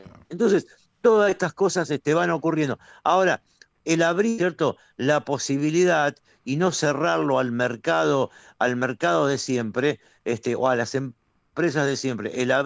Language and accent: Spanish; Morón, Buenos Aires Province, Argentina; usted sabe que soy de Morón